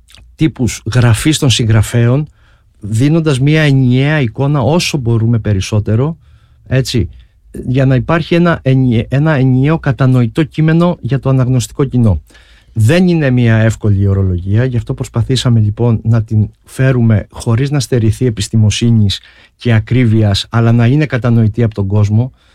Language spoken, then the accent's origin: Greek; Ierapetra, Crete, Greece; σε μια πόλη όπως είναι η πόλη μου, η Ιεράπετρα, στην άλλη άκρη της Ελλάδας, στην άλλη άκρη της χώρας.